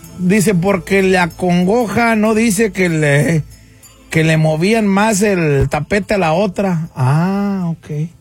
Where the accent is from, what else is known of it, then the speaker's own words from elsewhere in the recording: Río Verde, San Luis Potosí, Mexico; Soy de Río Verde, a mucha honra, a mucho orgullo. 100% rioverdense.